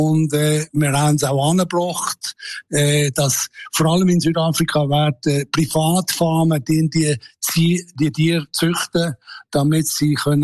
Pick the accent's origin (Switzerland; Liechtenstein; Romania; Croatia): Switzerland; ich als Schweizer muss ein bisschen Hügel haben, sonst geht das gar nicht, oder?